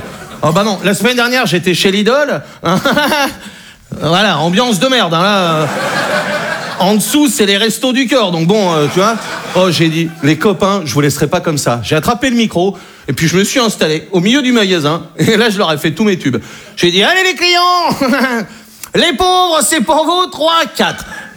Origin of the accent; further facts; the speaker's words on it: Brittany, France; je suis breton, j'ai 20 ans.